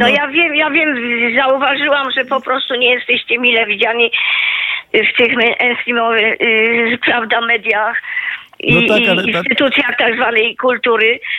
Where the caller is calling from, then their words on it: Kraków, Lesser Poland, Poland; Dzwonię z Krakowa